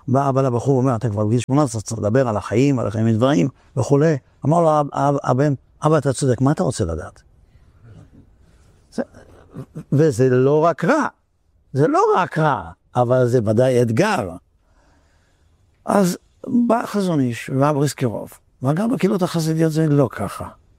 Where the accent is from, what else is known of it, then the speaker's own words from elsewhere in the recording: Netanya, Central District, Israel; אני גדלתי בנתניה. היינו משפחות חרדיות בודדות.